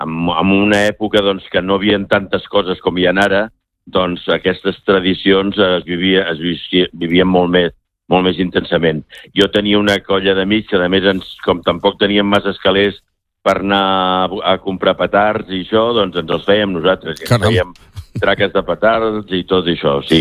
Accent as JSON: {"language": "Catalan", "town": "Barcelona", "region": "Catalonia", "country": "Spain", "tie": "born or raised there", "said": "jo soc del Poble Sec"}